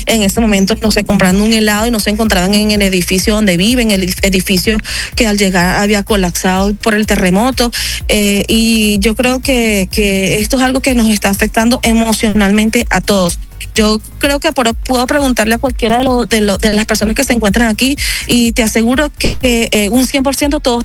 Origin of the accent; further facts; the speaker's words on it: Venezuela; somos los venezolanos.